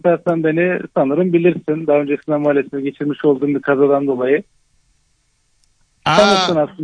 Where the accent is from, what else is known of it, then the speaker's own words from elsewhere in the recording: Şanlıurfa, Turkey; Şanlıurfalım abi, doğma büyüme.